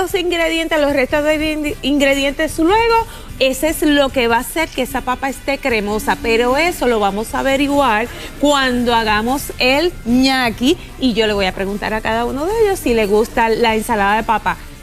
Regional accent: Ciales, Puerto Rico; dentro de mi familia, que mi esposo también es de Ciales

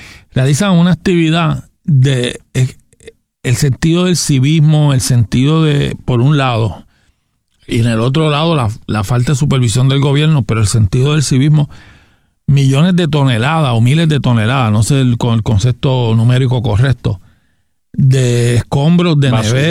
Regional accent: Gurabo, Puerto Rico; yo soy de Gurabo

